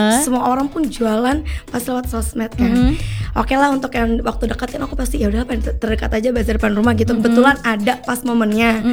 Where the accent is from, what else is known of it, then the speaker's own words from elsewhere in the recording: Java, Indonesia; aku orang Jawa